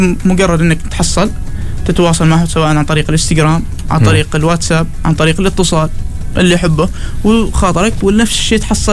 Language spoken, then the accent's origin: Arabic; Samail, Ad Dakhiliyah, Oman; أنا من سمايل.